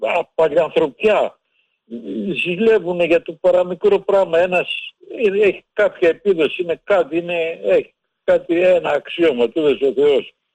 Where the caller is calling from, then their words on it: Megara, Attica, Greece; από τα Μέγαρα.